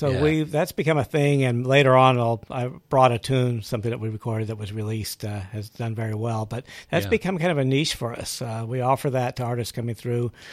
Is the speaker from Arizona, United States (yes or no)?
no; Midland, Texas, United States; I mean, I grew up, I was born in Midland, Texas, Texas.